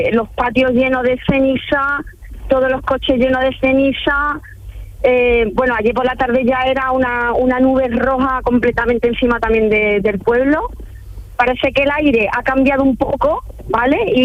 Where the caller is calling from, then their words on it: Gibraleón, Andalusia, Spain; Soy de Gibraleón.